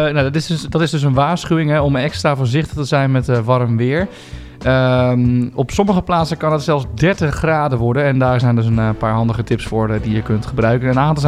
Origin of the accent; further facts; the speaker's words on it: Netherlands; we zijn als Nederlanders altijd aan het zeuren.